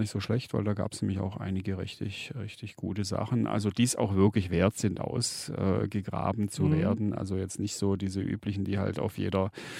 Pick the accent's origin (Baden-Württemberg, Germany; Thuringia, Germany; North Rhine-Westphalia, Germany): Baden-Württemberg, Germany; Schwäbisch Hall; dass einer von der Urbesetzung … in meiner Heimatstadt Schwäbisch Hall wohnt zwischenzeitlich